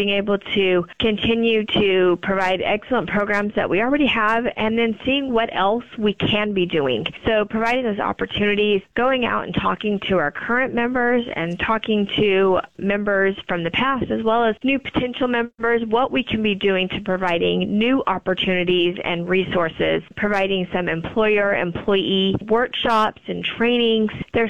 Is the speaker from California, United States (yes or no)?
yes; Tulare, California, United States; I was actually born and raised, like I said, in Tulare on a dairy farm.